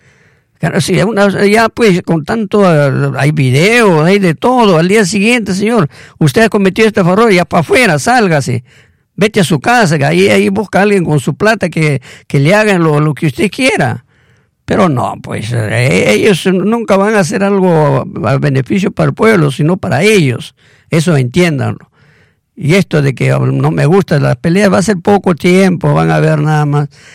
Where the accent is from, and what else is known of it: Peru